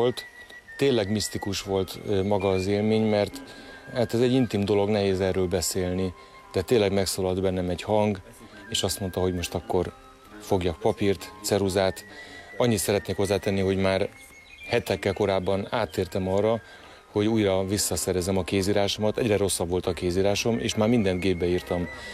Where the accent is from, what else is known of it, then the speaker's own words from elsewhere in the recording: Veszprém, Veszprém County, Hungary; Én ugye veszprémi vagyok